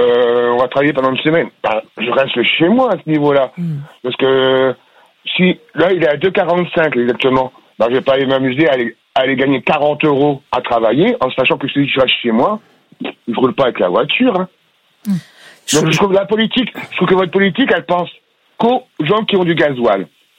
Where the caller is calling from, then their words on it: Hauts-de-France, France; De Chivreval, dans l'Aisne, en Picardie.